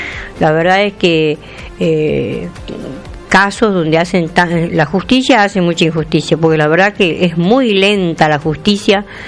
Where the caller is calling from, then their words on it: Tucumán, Argentina; muy lamentada yo como tucumana de que la justicia de Tucumán no esté funcionando como tiene que funcionar.